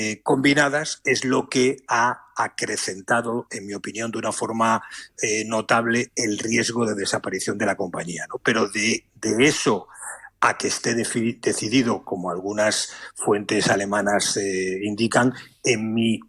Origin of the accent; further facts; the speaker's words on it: Spain; a mí particularmente como español y apasionado del automóvil